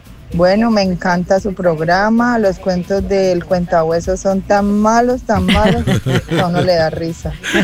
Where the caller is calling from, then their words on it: Cali, Valle del Cauca, Colombia; soy colombiana de Cali Valle.